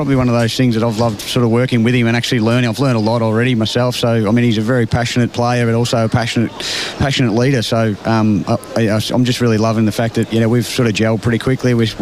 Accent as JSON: {"language": "English", "town": "Ballarat", "region": "Victoria", "country": "Australia", "said": "I'm from Ballarat, so it's never been great there."}